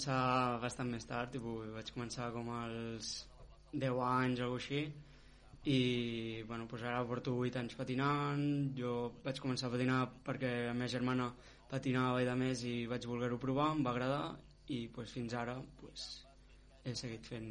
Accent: Olèrdola, Catalonia, Spain; al meu poble, a Olèrdola

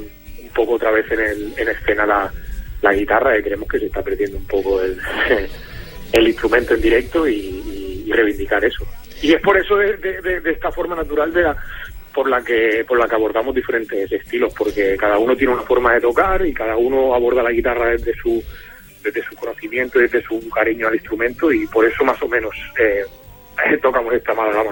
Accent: Badia del Vallès, Catalonia, Spain; Yo soy de Badía del Vallés y él es de Barbará, somos del Vallés, de la periferia.

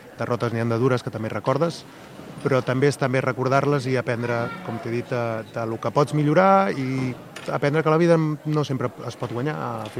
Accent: Caldes de Montbui, Catalonia, Spain; hem coincidit tres persones de Caldes de tota la vida que ens estimem al poble

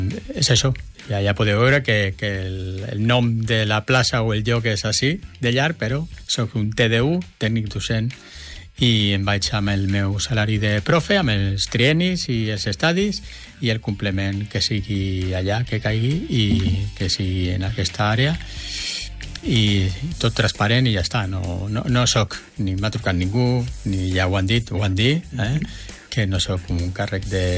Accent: Sant Boi de Llobregat, Catalonia, Spain; also born or lived in Rubí; now in Barberà del Vallès, Spain; jo sóc de Sant Boi, sóc del Baix

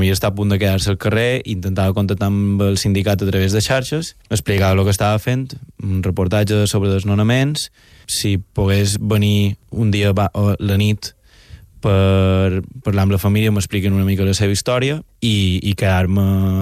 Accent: Mallorca, Balearic Islands, Spain; tots som mallorquins.

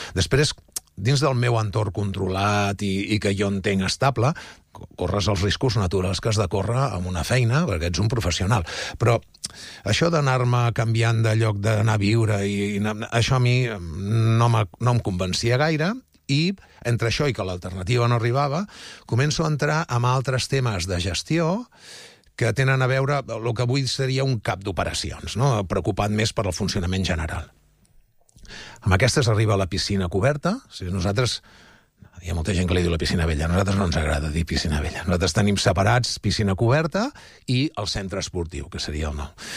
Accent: Mataró, Catalonia, Spain; nosaltres som de Mataró

